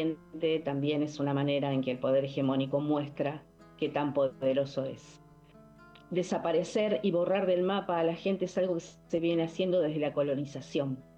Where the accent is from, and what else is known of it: Argentina